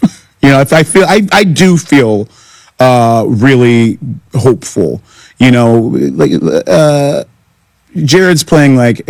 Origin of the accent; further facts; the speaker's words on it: Ghana; they know that I'm Ghanaian, you know, my mother's Ghanaian.